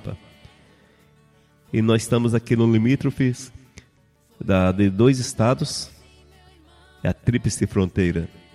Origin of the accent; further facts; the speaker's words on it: Espírito Santo, Brazil; Mas o Espírito Santo é muito interessante mesmo. Primeiro, nós não temos um sotaque marcante